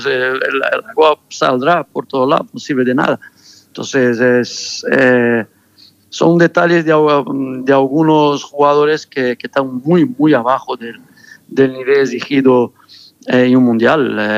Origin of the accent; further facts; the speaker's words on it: Brazil; Spanish is a second language; moved away as an adult; now in Spain; Yo soy brasileño al 100% en el aspecto deporte y con un equipo.